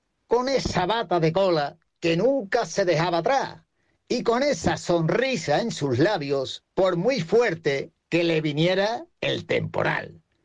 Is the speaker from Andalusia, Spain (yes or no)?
yes; Seville, Andalusia, Spain